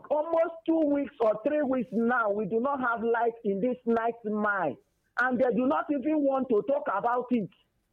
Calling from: Enugu State, Nigeria

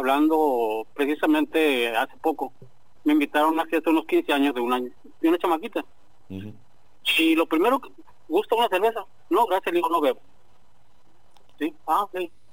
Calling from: Tijuana, Baja California, Mexico; De aquí, de Tijuana.

